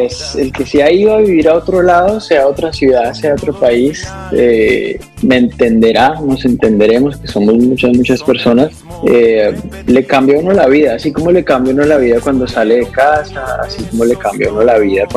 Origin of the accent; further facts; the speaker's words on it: Colombia; moved away as an adult; Yo salí de Colombia buscando crecer mi carrera como compositor también. Igual amo Colombia, estoy volviendo a Colombia todo el tiempo